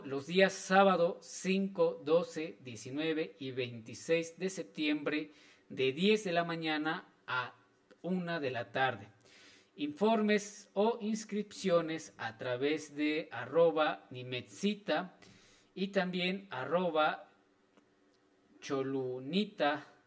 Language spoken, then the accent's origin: Spanish; Mexico; ha enriquecido al español que nosotros como mexicanos hablamos.